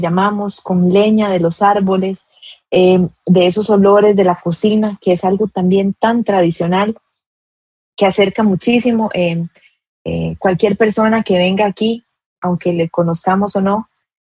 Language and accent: Spanish; Costa Rica; aquí donde yo vivo, en mi pueblo, hay muchísimos atractivos turísticos relacionados con cataratas.